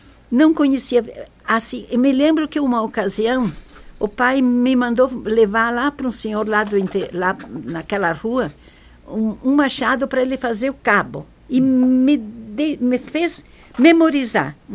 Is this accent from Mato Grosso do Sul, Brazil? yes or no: no; Rio Grande do Sul, Brazil; born there; first language Venetian; Portuguese is a second language; also born or lived in Sananduva; Eu saí de lá com 8 anos, né, lá do Moncourt.